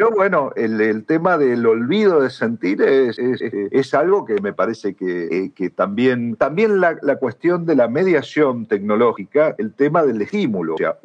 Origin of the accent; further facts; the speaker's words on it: Argentina; Pero bueno, Medellín, soy argentino, así que … también tengo ahí mi corazoncito.